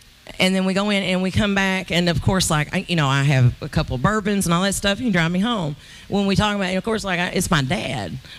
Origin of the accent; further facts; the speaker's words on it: Kentucky, United States; We're from Eastern Kentucky.